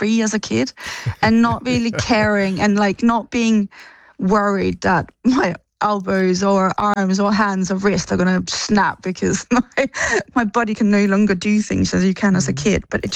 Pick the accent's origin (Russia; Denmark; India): Denmark; now in London, United Kingdom; I grew up in Denmark on a beach